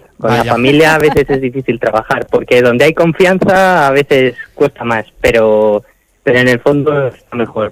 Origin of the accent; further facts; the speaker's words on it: Belinchón, Castilla-La Mancha, Spain; moved away as an adult; also born or lived in Cuenca; now in Albacete, Spain; somos de Belinchón, llevamos toda la vida viviendo allí, nacimos allí y queremos seguir viviendo allí. En el caso de mi hermano, aún no ha salido de casa. Yo sí que he vivido en Cuenca 3 años, ahora estoy en Albacete porque sigo estudiando en la universidad.